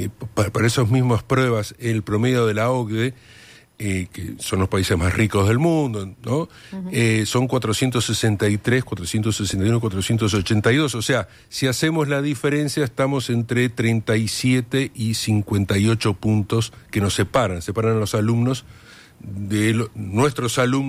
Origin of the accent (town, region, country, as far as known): Uruguay